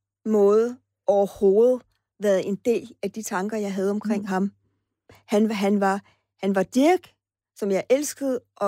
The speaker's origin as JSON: {"language": "Danish", "town": "Fredericia", "region": "Region of Southern Denmark", "country": "Denmark"}